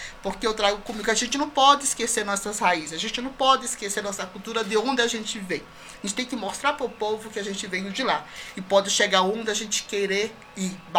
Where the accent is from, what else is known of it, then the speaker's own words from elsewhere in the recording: Brazil; born there; now in Vargem Grande, Brazil; Era no povoado de Sapucaia, na cidade de Ararira, que eu nasci. Depois me desenvolvi na cidade, né? Mas eu nasci na Sapucaia. Nasci em casa, minha avó que foi parteira da minha mãe.